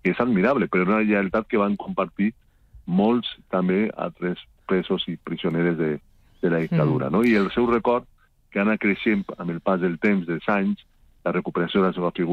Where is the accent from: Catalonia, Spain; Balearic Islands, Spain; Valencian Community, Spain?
Valencian Community, Spain; Novelda; al meu poble, Nubalda